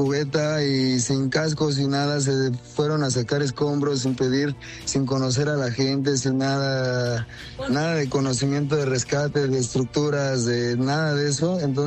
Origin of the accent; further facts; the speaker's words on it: San José de Gracia, Michoacán, Mexico; Yo soy de San José de Gracia, Michoacán.